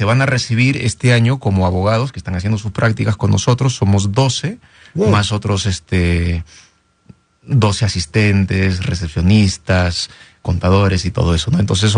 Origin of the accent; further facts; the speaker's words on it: Saskatoon, Saskatchewan, Canada; Yo soy de Saskatoon, Saskatchewan.